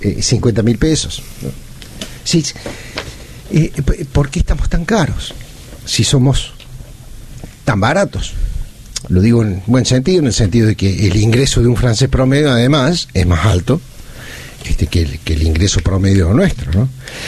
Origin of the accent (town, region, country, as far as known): Argentina